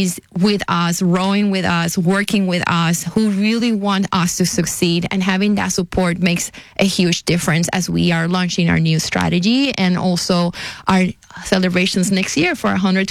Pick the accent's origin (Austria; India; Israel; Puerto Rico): Puerto Rico; Carolina; But yes, I'm reminded constantly that I have an accent. And I am from Puerto Rico. And the way I usually introduce myself is I am from the same land of Roberto Clemente.